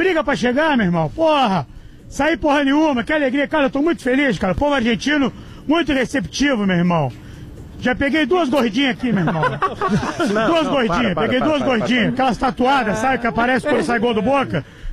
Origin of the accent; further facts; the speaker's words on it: Ecuador; Portuguese is a second language; Não, eu sou equatoriano.